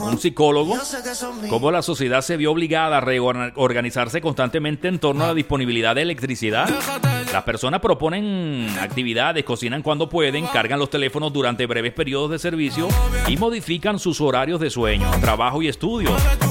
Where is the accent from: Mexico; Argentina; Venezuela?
Venezuela; moved away as an adult; now in Spain; uno que viene de Venezuela, yo doy fe de que aunque no vivo en Cuba, viví en Venezuela y soy venezolano